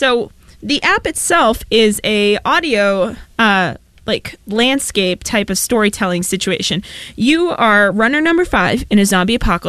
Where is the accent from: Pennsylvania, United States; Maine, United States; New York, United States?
Maine, United States; I am also from Maine, which both are kind of not redeeming, yeah.